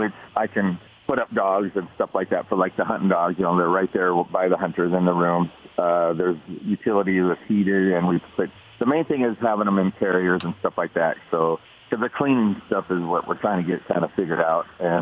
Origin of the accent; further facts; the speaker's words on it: Dallas, South Dakota, United States; moved away as an adult; also born or lived in Los Angeles, California; now in Gregory, United States; I was born and raised in Dallas, South Dakota, and joined the military and went all over the world, I guess, traveled, and then ended up retiring as a mail carrier out of Los Angeles, California. Then I ended up moving back here.